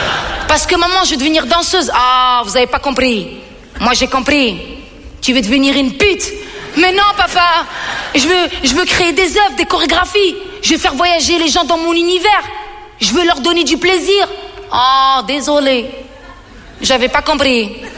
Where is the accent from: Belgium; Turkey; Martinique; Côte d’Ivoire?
Belgium; now in Paris, France; Ben, moi, j'habite depuis 10 ans à Paris, mais je viens de Belgique, hein. Je viens de Belgique, mais je suis d'origine algérienne et je viens d'une famille de 4 enfants.